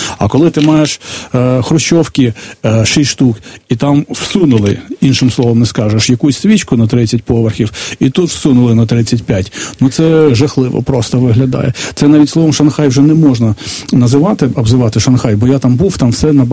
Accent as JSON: {"language": "Ukrainian", "country": "Poland", "said": "І в Варшаві так само, на жаль, любимо чи не любимо, ми поляки"}